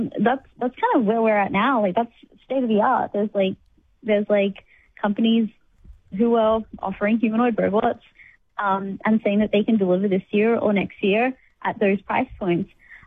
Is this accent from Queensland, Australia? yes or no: yes; Queensland, Australia; also born or lived in Cairns; When I was 10, growing up in Far North Queensland